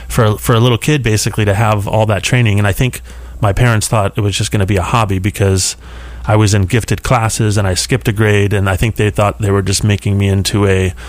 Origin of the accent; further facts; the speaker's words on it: Nebraska, United States; born there; also born or lived in Ames, Iowa / Belleville, Illinois; Well, I was born in Nebraska.